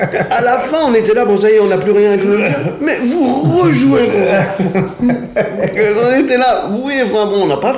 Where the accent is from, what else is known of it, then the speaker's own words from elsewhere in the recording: Kabylie, Algeria; Et moi, je suis kabyle, hein, donc j'étais là, ah, d'accord et tout.